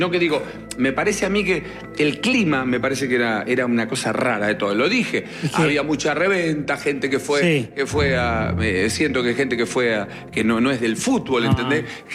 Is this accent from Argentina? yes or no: yes; Argentina; la gana de juntarte como argentino